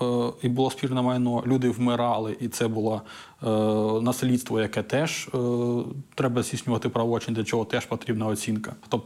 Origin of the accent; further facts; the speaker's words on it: Donetsk Oblast, Ukraine; Ну дивіться, я сам з Донецької області.